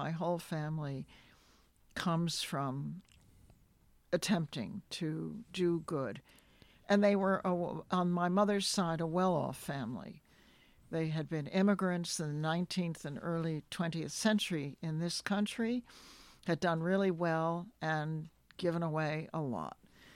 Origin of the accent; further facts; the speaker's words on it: Cos Cob, Connecticut, United States; now in Tunbridge, United States; I grew up in Kaskab, Connecticut, on a beautiful piece of land that had belonged to my grandfather originally.